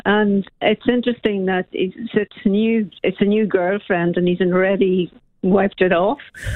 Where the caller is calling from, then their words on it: Ireland; Well, I'm Irish, my husband's English, and I'm Catholic